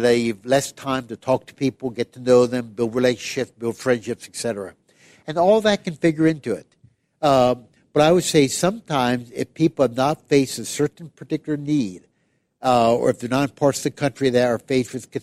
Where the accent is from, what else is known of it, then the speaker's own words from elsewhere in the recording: Pennsylvania, United States; moved away; I was raised in Pennsylvania